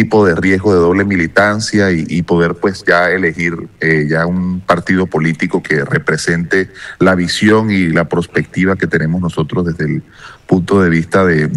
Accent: Maicao, La Guajira, Colombia; Maicao es mi pueblo donde nací, donde tengo mi arraigo, donde vivo con mi familia

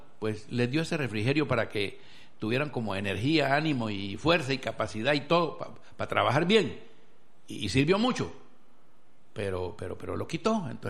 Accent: Colombia; also born or lived in Ecuador; yo, no siendo ecuatoriano, siendo colombiano

